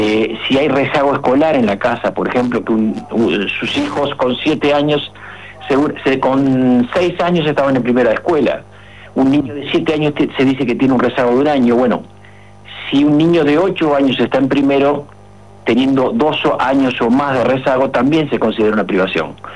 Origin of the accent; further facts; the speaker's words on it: Uruguay; Los uruguayos nos consideramos más pobres de lo que objetivamente nos calificamos como pobres